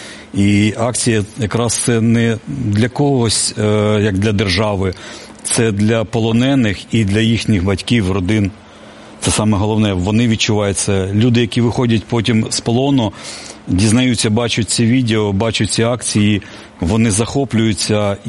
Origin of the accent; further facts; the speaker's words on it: Kyiv, Ukraine; я сам киянин